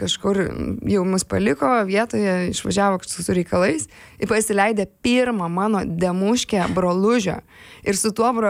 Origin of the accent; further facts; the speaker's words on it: Lyduokiai, Vilnius County, Lithuania; Aš užaugau Ukmergės rajone, net ne pačioje Ukmergėje. Ir gimiau tokiam Lyduokių miestelį.